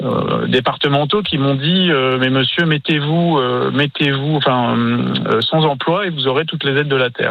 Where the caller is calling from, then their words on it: Hauts-de-France, France; moi je vous équipe de la région lilloise.